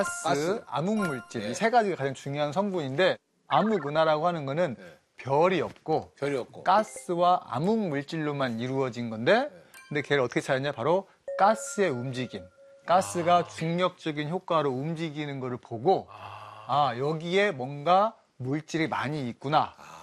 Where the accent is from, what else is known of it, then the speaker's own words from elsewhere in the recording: Okgu County, North Jeolla, South Korea; moved away; 제 고향이 이제 전라북도 옥구군 대하면 네. 복결이거든요.